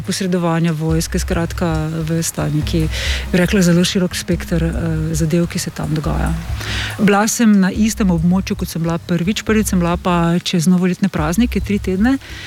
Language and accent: Slovenian; Maribor, Drava, Slovenia; sem iz Maribora